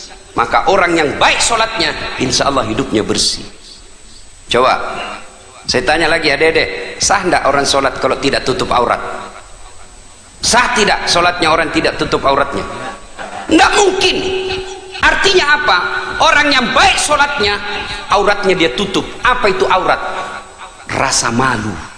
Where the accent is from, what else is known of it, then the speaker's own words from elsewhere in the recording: South Sulawesi, Indonesia; now in Jakarta, Indonesia; datang orang Bugis kampung saya.